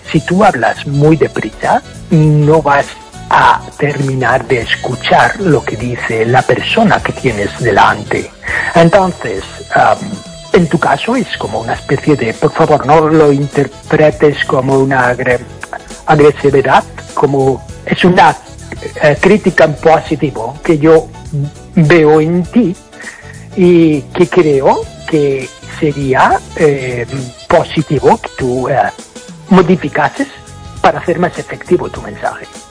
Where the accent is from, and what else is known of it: Ireland; first language English; Spanish is a second language